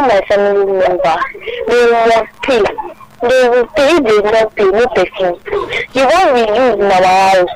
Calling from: Lagos, Nigeria; I'm calling from Lagos.

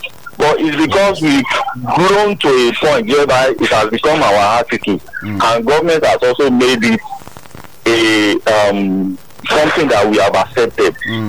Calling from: Lagos, Nigeria; I'm calling from Ijari.

